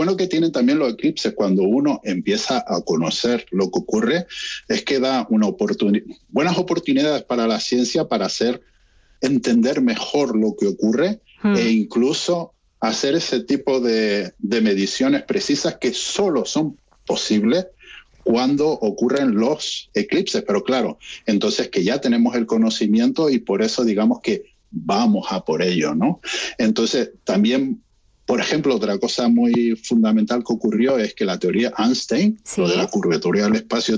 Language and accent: Spanish; Canary Islands, Spain; accent: Canarian; moved away as an adult; now in Andøya, Norway; verán en mi tono que soy canario, pues soy un canario emigrado al polo desde hace, pues llevo aquí desde 11 años.